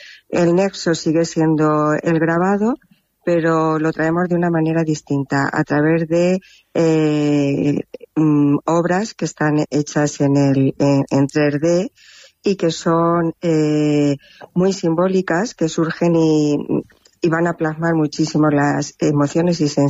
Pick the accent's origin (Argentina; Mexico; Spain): Spain; Castilla-La Mancha; yo creo que a los ancestros de toda la gente que somos manchegas, que es del trabajo en el campo